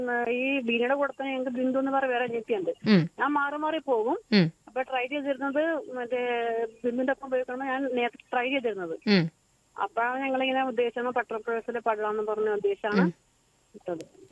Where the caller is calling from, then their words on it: Arookutty, Kerala, India; ഞങ്ങൾ വിളിക്കുന്നത് വീട് അരുക്കുറ്റിയാണ്. ജോലിക്ക് പോകുന്ന എറണാകുളം.